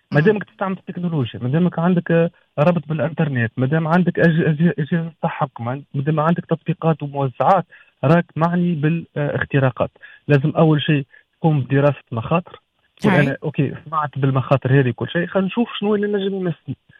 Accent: Tunisia

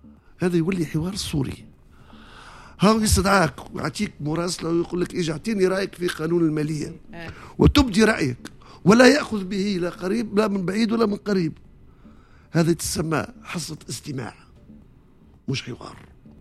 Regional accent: Tunisia; عندنا في تونس

